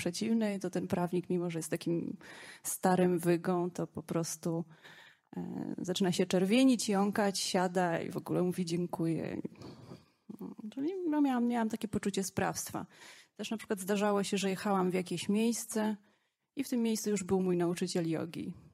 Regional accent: Warsaw, Masovian Voivodeship, Poland; moved away as an adult; wyjeżdżam za moim partnerem z Warszawy, skąd pochodzę i gdzie mieszkaliśmy.

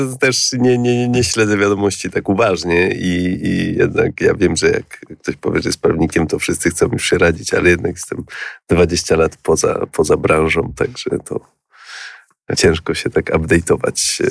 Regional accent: Poznań, Greater Poland Voivodeship, Poland; ja pochodzę z Poznania

